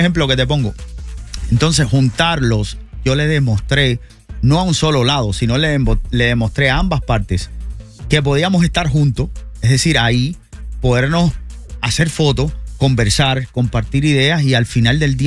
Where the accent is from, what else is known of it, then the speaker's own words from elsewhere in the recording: Cuba; now in Miami, United States; dado a que yo soy uno de los pocos, diría yo, quizás el único cubano comunicador cubano, urbano, ¿ok?